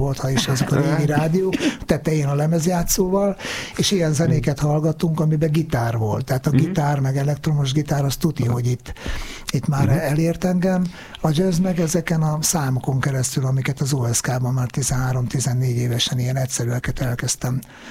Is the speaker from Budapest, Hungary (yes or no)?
no; Nyíregyháza, Szabolcs-Szatmár-Bereg, Hungary; én Nyíregyházán laktam, ott születtem